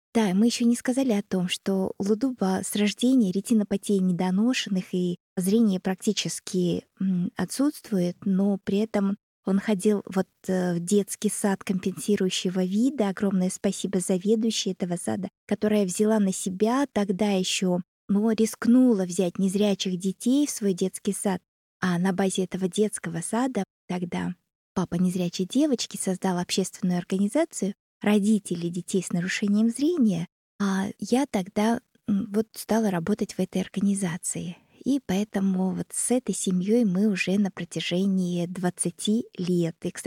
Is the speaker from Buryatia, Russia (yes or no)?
yes; Ulan-Ude, Buryatia, Russia; Нашего говорю, потому что тоже можно сказать, что это мой родной город Улан-Удэ.